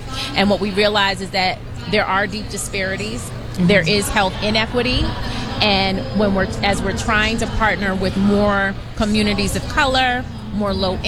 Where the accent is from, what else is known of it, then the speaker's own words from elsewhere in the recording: Boston, Massachusetts, United States; I'm from Boston.